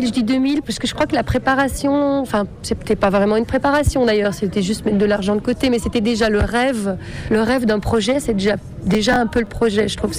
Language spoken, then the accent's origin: French; Belgium; lui espagnol, moi je suis belge.